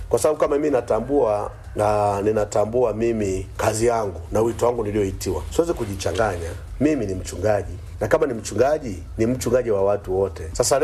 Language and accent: Swahili; Tanzania; Nazungumza leo sisi ni Watanzania na Tanzania yetu ndio Mungu ametupatia.